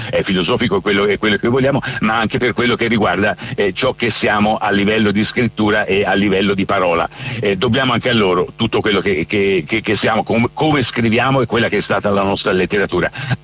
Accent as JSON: {"language": "Italian", "town": "Siena", "region": "Tuscany", "country": "Italy", "said": "da senese lo pretendo, da senese lo pretendo"}